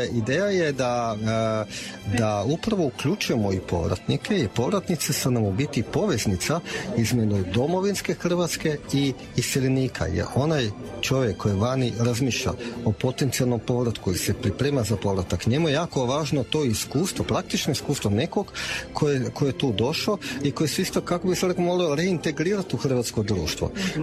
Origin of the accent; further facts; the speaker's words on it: Austria; moved away; Volim gradišćanske Hrvate, ja sam sam odrastao u Austriji, tako da meni to nekako bilo kao da su moji.